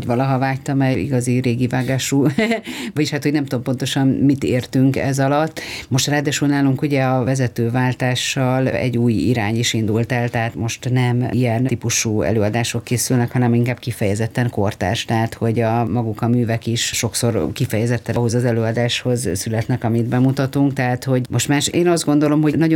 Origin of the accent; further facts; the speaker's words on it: Hajdúhadház, Hajdú-Bihar, Hungary; ugye én a Hajdúatházon nőttem föl, és a Debreceni Színházban volt bérletünk